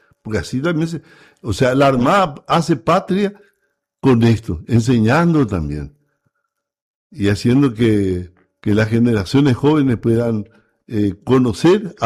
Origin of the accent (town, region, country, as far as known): Paraguay